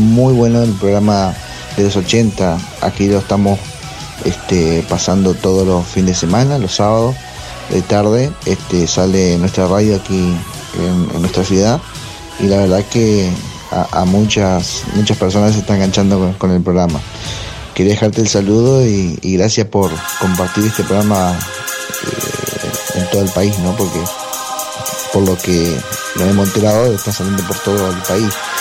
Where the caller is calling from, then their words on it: Federación, Entre Ríos, Argentina; de Federación Entre Ríos, dueño de FM Estéreo.